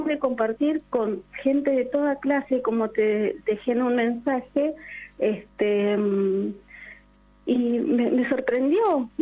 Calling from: Lomas de Zamora, Buenos Aires Province, Argentina; Mira, yo soy de Lomas de Zamora, pero fui desde Ituzaingó con mi pareja.

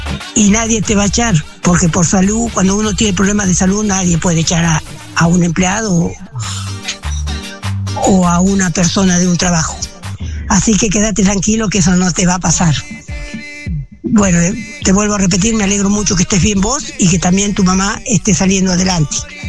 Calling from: Urdampilleta, Buenos Aires Province, Argentina; yo soy de Urdampilleta.

